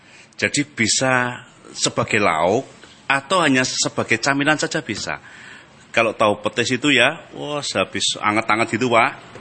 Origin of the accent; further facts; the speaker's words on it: Semarang, Central Java, Indonesia; now in Purbalingga, Indonesia; Saya asli Semarang.